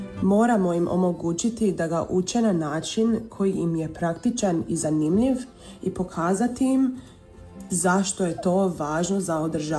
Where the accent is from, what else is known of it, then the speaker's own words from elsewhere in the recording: Sydney, New South Wales, Australia; prirodno iz mog vlastitog iskustva odrastanja kao Hrvatica u Australiji. Ja sam odrasla dosta uključena u hrvatsku zajednicu u Sidneju.